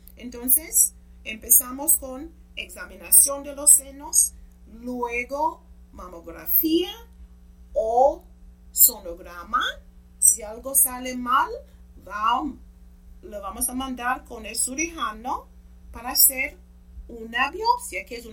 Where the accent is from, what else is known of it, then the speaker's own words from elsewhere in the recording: Jamaica; first language English; Spanish is a second language; now in McAllen, United States; yo soy de Jamaica, en Jamaica hablamos inglés, no español, así que estoy aquí sudando para hablar español